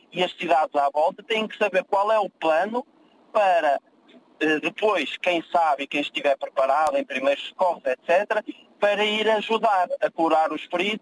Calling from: Porto, Norte, Portugal

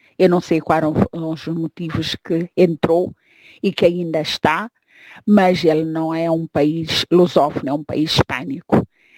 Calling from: Cape Verde; O meu Cabo Verde

